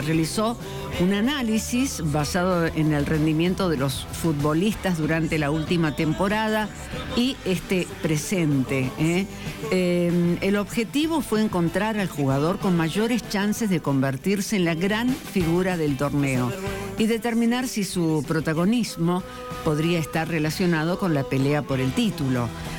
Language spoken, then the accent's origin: Spanish; Argentina